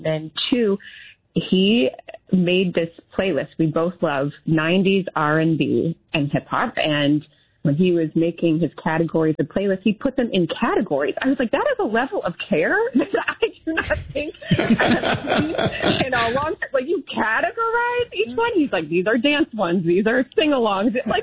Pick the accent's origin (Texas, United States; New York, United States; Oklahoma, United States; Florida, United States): New York, United States; He has some ties here, and I do, too. I'm from New York.